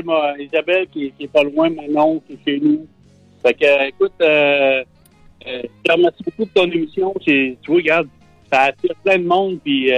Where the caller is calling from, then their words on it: Quebec City, Quebec, Canada; Oui, ben je suis à Québec.